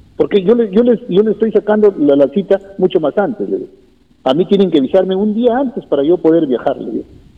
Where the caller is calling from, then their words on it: Olmos, Lambayeque, Peru; Porque yo vivo en Olmos, les digo. Entonces yo no vivo en Chiclayo, le digo.